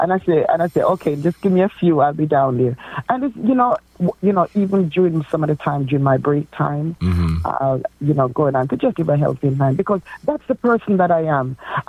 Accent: Jamaica; moved away; I remember growing up in Jamaica, I used to go to the poor house.

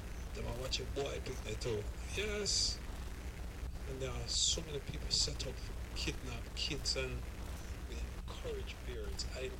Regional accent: Jamaica; we are from Jamaica

